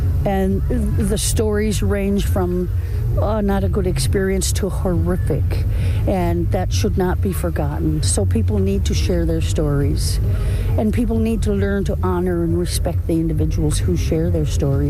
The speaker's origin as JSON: {"language": "English", "town": "Makkovik", "region": "Newfoundland and Labrador", "country": "Canada", "lives_now": "Goose Bay, Canada", "said": "I'm originally from Mokovic. I've been living in Goose Bay for too many years, and I'm a residential school survivor."}